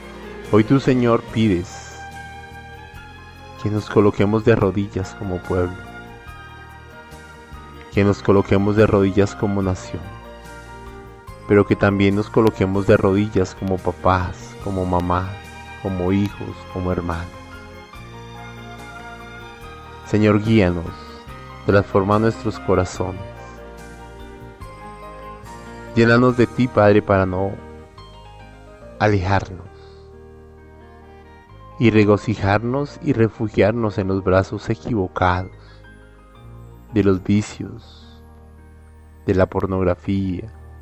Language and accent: Spanish; Colombia; Necesitamos ese fuego como colombianos.